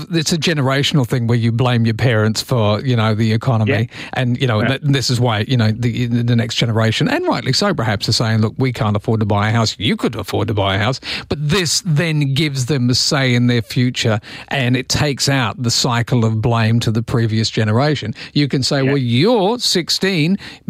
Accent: Perth, Western Australia, Australia; Because I remember looking at the front page of the newspaper when I was growing up in Perth at the age of 15 or 16

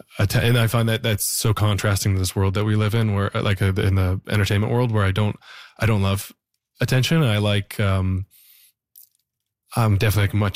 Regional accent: Canada; now in New York, United States; I think as a Canadian, I think a lot of my identity as a Canadian was contrasted to who we aren't compared to the United States

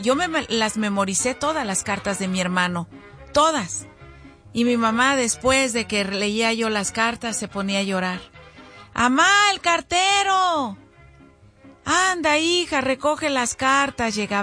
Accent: Mexico; moved away; Y él está allá en México, en mi pueblo.

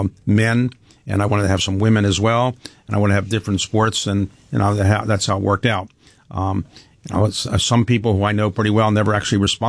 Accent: Baltimore, Maryland, United States; Yes, I grew up in Baltimore.

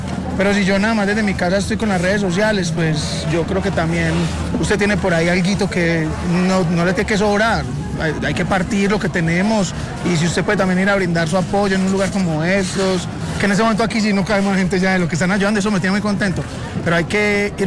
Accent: Colombia; a unos como colombianos se toca muchísimo con estas cosas.

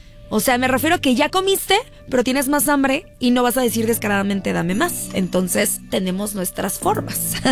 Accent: Mexico; como somos muy mexicanos

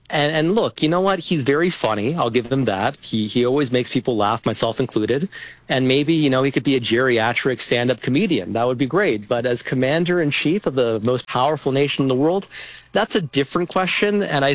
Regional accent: Canada; I'm a Canadian who aligns with the conservatives in Canada

